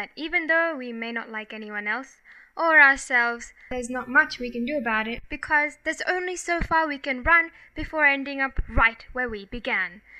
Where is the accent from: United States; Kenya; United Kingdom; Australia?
Australia; Australian Indians are unique in that we're both Australian and Indian.